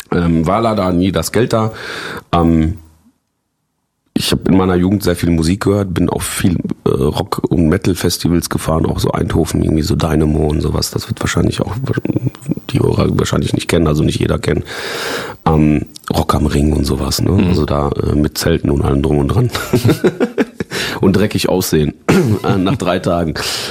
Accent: Poland; born there; als ich bin ja in Polen geboren und als ich so 5 war, so hat meine Cousine im Klavier gehabt.

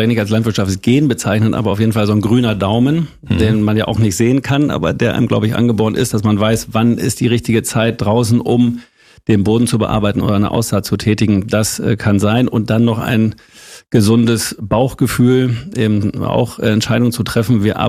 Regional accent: Holthusen, Lower Saxony, Germany; also unser Bauernhof, auf dem wir aufgewachsen sind, oder ich aufgewachsen bin in Holthusen 1, Lüneburger Heide, das ist so ein typischer Bauernhof gewesen

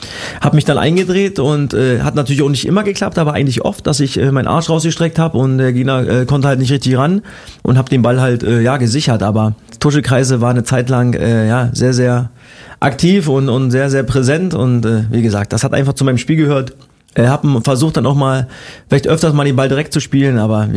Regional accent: Cottbus, Brandenburg, Germany; born there; Also ich bin gebürtiger Cottbusser und ich war in meiner ganzen Fußballkarriere nie weiter weg als 100 Kilometer.

